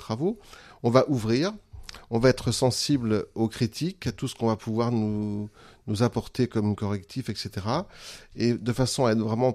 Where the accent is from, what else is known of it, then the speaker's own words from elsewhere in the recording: Bourges, Centre-Val de Loire, France; born there; je suis né à Bourges, j'adore cette ville, évidemment.